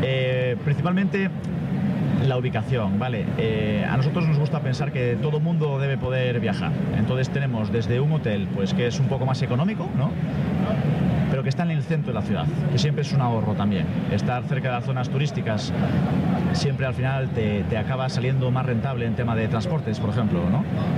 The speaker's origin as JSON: {"language": "Spanish", "town": "Pontevedra", "region": "Galicia", "country": "Spain", "moved": "as an adult", "lives_now": "Mexico", "said": "Sí, yo soy de Pontevedra."}